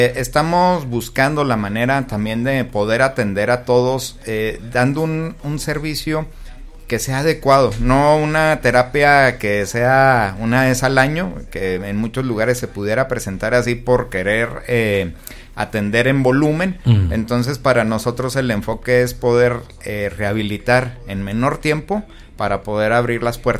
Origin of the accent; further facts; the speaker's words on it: Mexico; es una responsabilidad muy muy grande que tenemos como claro, mexicanos